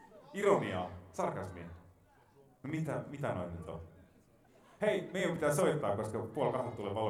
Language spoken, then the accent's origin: Finnish; Turku, Southwest Finland, Finland; Mä oon Turusta kuitenkin.